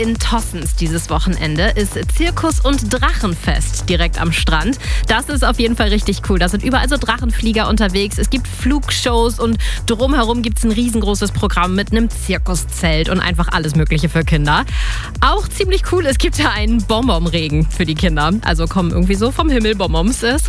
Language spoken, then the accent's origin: German; Lower Saxony, Germany; Das ist ja meine Heimat, das schöne Ammerland.